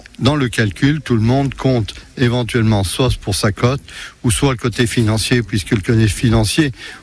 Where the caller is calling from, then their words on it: Auvergne-Rhône-Alpes, France; moi je suis du département de l'Ain.